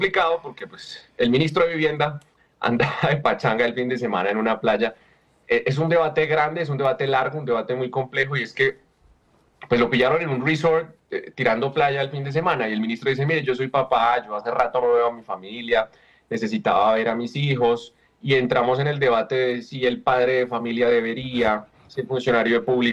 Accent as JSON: {"language": "Spanish", "country": "Colombia"}